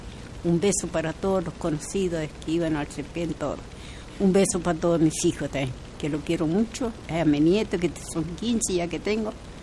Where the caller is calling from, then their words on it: Junín, Argentina; Soy un antiguo de Junín del Rosario.